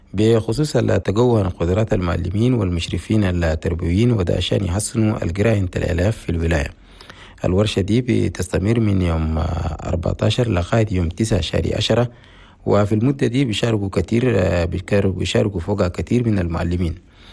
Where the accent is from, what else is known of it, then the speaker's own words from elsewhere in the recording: Chad; وجات في بلدنا تشاد، وشكر الحكومة السويسرة في الدعم القاعد تقدمه وتجيبه لبلدنا تشاد